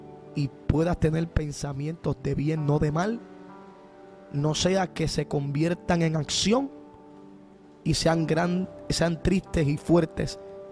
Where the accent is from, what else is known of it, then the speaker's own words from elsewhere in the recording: Puerto Rico; nuestro país, Puerto Rico.